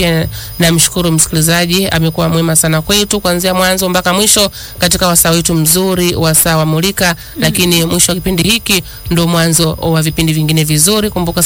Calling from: Sumbawanga, Rukwa, Tanzania; natokea Sumbawanga.

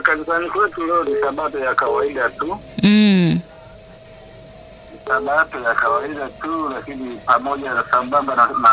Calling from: Malinyi, Morogoro, Tanzania; natoka Morogoro Malinyi.

